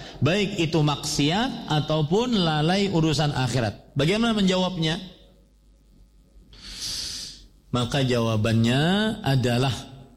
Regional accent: Banjarmasin, South Kalimantan, Indonesia; terutama di kota saya di Banjarmasin, kebab, usaha kebab gitu ya.

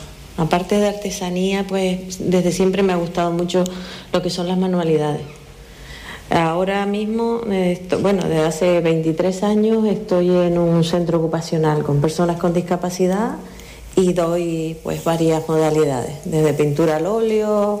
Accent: Icod de los Vinos, Canary Islands, Spain; Sí, yo pasé toda mi infancia en Santa Bárbara, en ICO de los Vinos. Pues soy la mayor de cuatro hermanos, una familia muy humilde, que se dedicaba también pues a la agricultura y poco más.

